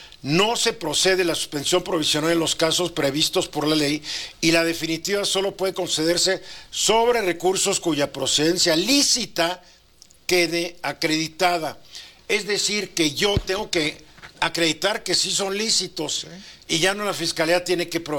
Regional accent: Mexico; yo tengo como mexicano

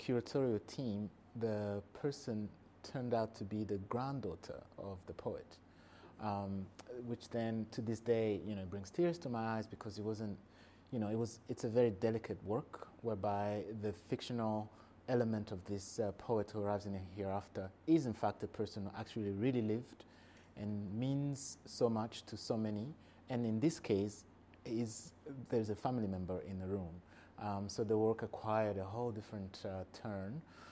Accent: Rwanda; And I grew up in Rwanda

